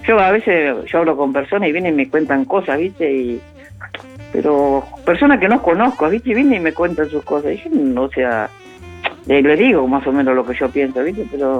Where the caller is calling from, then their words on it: Pilar, Buenos Aires Province, Argentina; acá de Pilar.